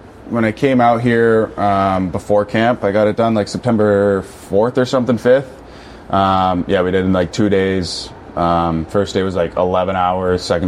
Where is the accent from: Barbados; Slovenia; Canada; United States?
Canada; Carp, Ontario; I'm from Carp. Nobody knows Carp, though.